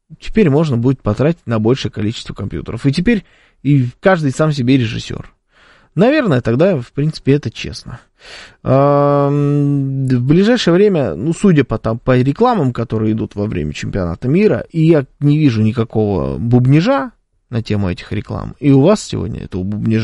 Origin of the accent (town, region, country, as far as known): Moscow, Russia; accent: Moscow